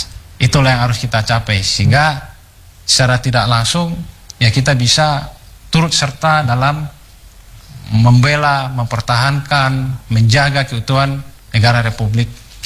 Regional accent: Toraja, South Sulawesi, Indonesia; moved away as an adult; Bukan dari kampung, tapi saya berasal dari desa, dari Toraja

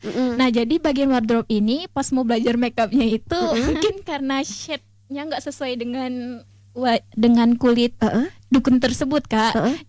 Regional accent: West Sumatra, Indonesia; Iya, terus tadi kan kita kan ini Minang.

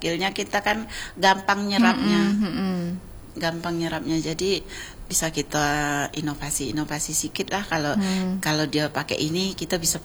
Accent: West Sumatra, Indonesia; Mama yang bundo itu karena dia kawan-kawannya kuliah dulu kan, saya orang Minang.

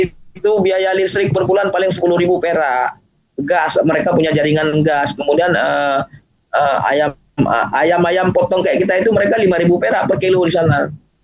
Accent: Aceh, Indonesia; Sebagai orang Aceh kita malu.

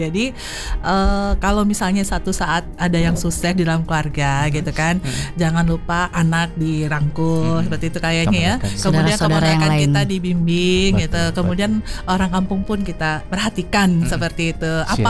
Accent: West Sumatra, Indonesia; kita sebagai orang Minang kita berkarya itu bebas dimana saja ya

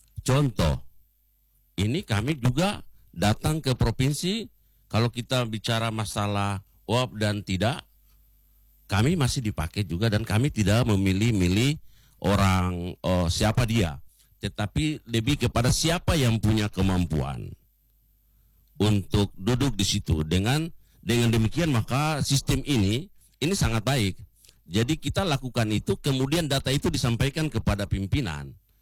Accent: Papua, Indonesia; terutama kepada kita orang asli Papua.

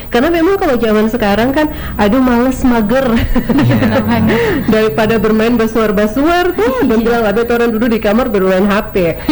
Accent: Ternate, North Maluku, Indonesia; Dari Ternate, oh sama dong kita.

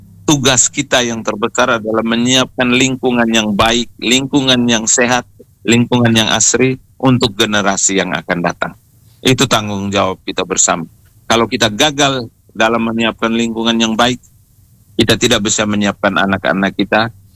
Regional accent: Ende, East Nusa Tenggara, Indonesia; kita orang Ende

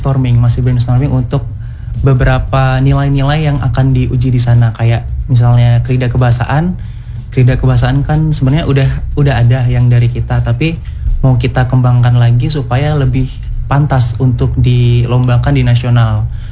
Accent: Bengkulu, Indonesia; accent: Bengkulu city dialect; first language Javanese; sih sebenarnya lahir dari orang tua yang bersuku Jawa, jadi di rumah pakai bahasa Jawa, tapi di kampus ataupun di saat nongkrong-nongkrong sama teman itu pakai bahasa Bengkulu.

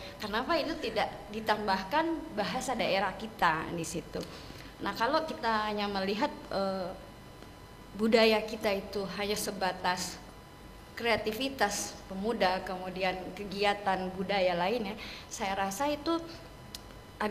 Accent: Gorontalo, Indonesia; Contoh kita sendiri orang Gorontalo rasanya ya banyak anak-anak yang malu berbahasa Gorontalo.

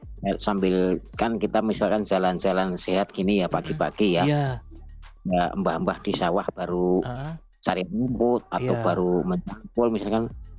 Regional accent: Java, Indonesia; kita sebagai orang Jawa

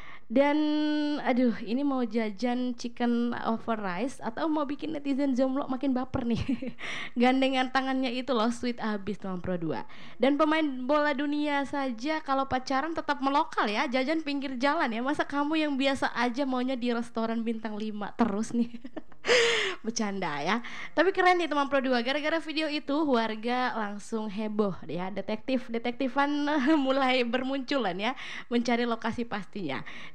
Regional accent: Indonesia; Kalau menang ya tetap kita orang Indonesia ya, kita bukan orang Argentina, bukan orang Spanyol juga.

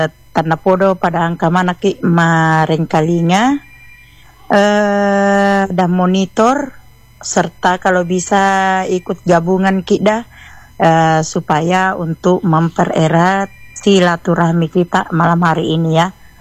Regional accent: South Sulawesi, Indonesia; di tempatku ini, di kampungku ini, di kampung bapak sama mama. Kabupaten Sidendren Rapang, Sidrap, Sulawesi Selatan.

